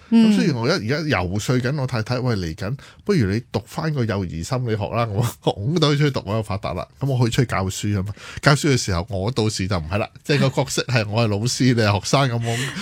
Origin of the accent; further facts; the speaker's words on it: Hong Kong; 但係都市人作為香港人嘅我哋